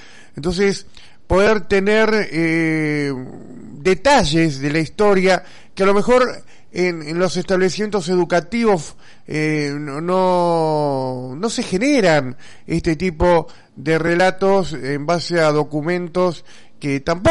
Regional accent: Argentina; somos argentinos

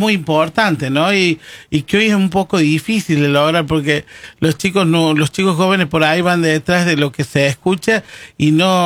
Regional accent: Argentina; San Vicente, donde nos criamos, donde yo nací, donde se gestó la historia de … desde el primer momento, ¿no?

